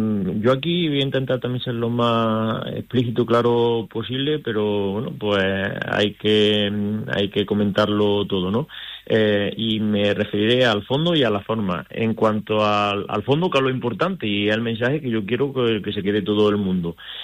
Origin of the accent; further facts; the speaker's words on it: Spain; tenemos que estar orgullosos de decir que somos españoles